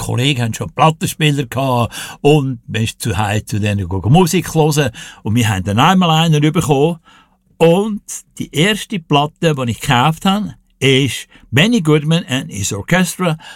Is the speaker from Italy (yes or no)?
no; Zurich, Switzerland; Wir sind mitten im Fluglärm aufgewachsen. Dübendorf, Militärflughafen, Kloten, Zivilflughafen.